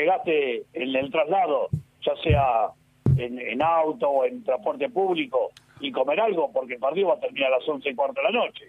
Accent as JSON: {"language": "Spanish", "region": "Buenos Aires", "country": "Argentina", "tie": "born or raised there", "moved": "yes", "lives_now": "Bernal, Argentina", "said": "Soy de Villa Crespo y vivo en Bernal, pero soy de Villa Crespo"}